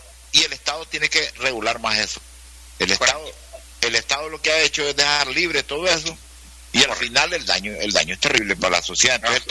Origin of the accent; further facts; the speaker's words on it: Honduras; Entonces nosotros, como seres humanos acá, como hondureños, tenemos que tener esa habilidad